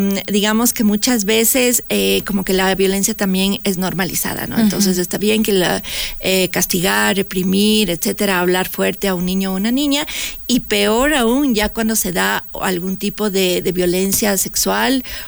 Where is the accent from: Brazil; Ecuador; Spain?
Ecuador